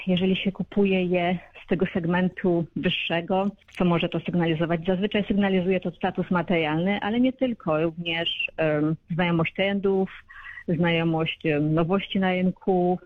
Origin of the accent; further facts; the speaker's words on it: Radom, Masovian Voivodeship, Poland; moved away as an adult; now in Australia; Z Radomia.